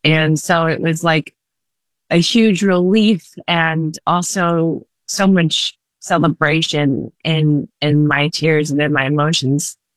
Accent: Silverton, Colorado, United States; also born or lived in Los Angeles; And I was raised in Silverton, Colorado. So I'm on big, beautiful mountains and peaks. And it always felt like home to me. Even when I moved to Los Angeles

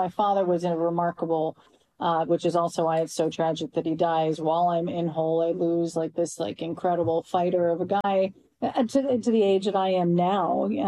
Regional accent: Canada; Like, my parents, I was raised in Canada, fully indoctrinated to doubt everything in the U.S.

